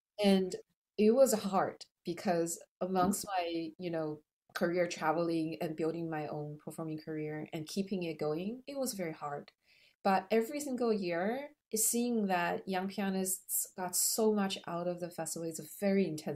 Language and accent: English; Taipei, Taiwan; now in United States; I've never felt that anybody would not welcome me there because I am from Taiwan and I was born in Taiwan.